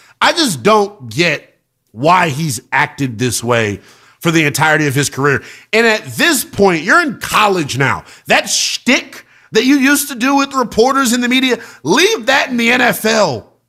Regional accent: Maryland, United States; We're both from Maryland, I'm pretty sure.

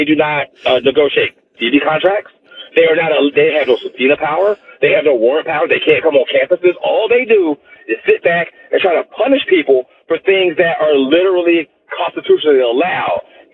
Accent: Atlanta, Georgia, United States; and you know I'm being honest here because I'm from Atlanta

